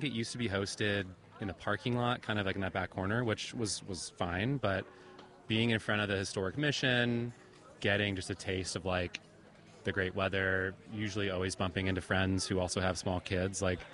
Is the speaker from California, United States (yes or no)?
yes; Ventura, California, United States; I'm from Ventura.